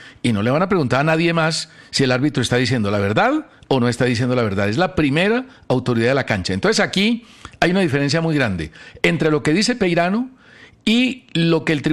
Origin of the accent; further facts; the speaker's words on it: Colombia; Somos colombianos.